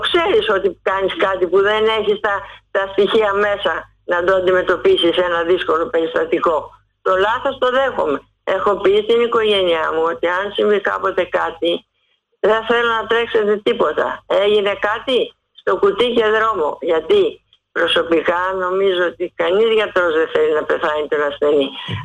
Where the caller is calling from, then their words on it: Athens, Attica, Greece; είμαι από το Λόφο Σκουζέ.